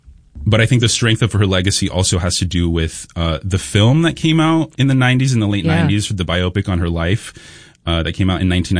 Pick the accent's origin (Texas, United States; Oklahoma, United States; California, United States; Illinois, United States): Texas, United States; you know, I grew up in Texas, where … legacy, I think, is especially like present.